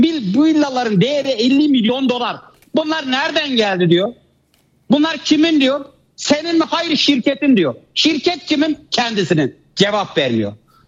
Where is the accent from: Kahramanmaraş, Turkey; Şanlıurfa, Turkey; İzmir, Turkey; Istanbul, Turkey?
Şanlıurfa, Turkey; Bakın ben şu an Urfa'dayım. Kötüler Mahallesi'nin çocuğuyum. Kötüler Mahallesi Eyüp Peygamber'in makamının üzerinde kurulmuş. Benim çocukluğum makamının üzerinde oynayarak geçti.